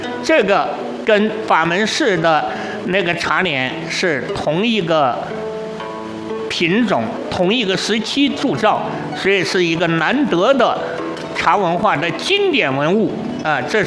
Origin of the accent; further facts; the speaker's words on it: China; 我们中国人